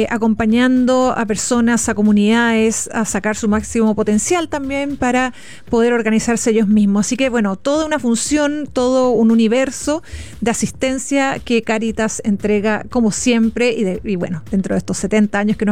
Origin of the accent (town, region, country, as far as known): Chile